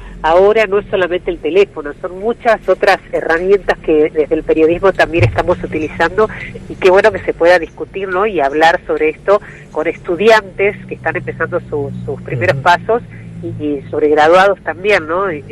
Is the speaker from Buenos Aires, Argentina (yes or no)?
no; Salta, Argentina; now in Santa Fe, Argentina; siendo salteña